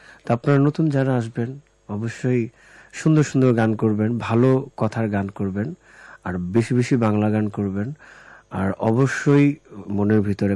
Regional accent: Jamalpur, Mymensingh Division, Bangladesh; moved away; জামালপুর আমার জন্মস্থান, কাছারিপাড়া

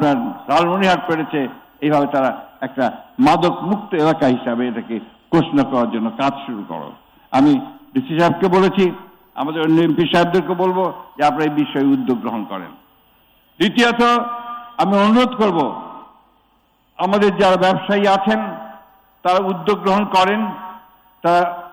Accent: Bangladesh; আমার জন্ম এখানে, আমার শৈশব কেটেছে এখানে, আমার স্কুল জীবন এখানে

